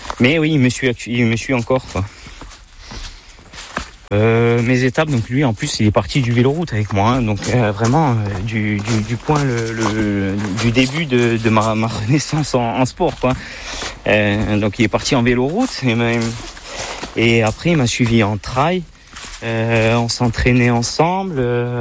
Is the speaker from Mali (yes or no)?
no; Scat, Corsica, France